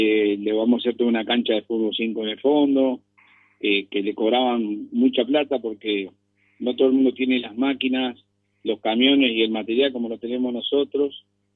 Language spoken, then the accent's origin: Spanish; Canelones, Uruguay; yo soy canario y soy orgulloso de ser canario.